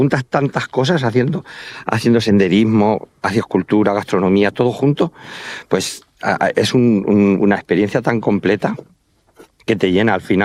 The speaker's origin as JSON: {"language": "Spanish", "town": "Santa Cruz de los Cáñamos", "region": "Castilla-La Mancha", "country": "Spain", "lives_now": "Albacete, Spain"}